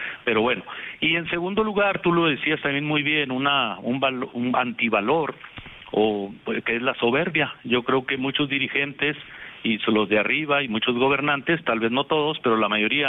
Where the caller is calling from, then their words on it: Chihuahua, Mexico; como aquí en Chihuahua